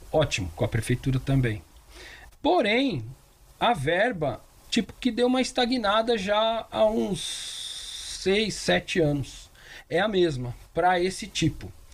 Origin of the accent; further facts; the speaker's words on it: Brazil; a gente é brasileiro